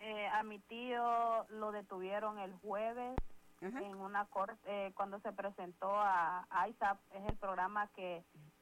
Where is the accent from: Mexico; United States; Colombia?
United States; Virginia; Entonces él se presentó ahí a Manassas, nosotros somos de Virginia, y lo detuvieron.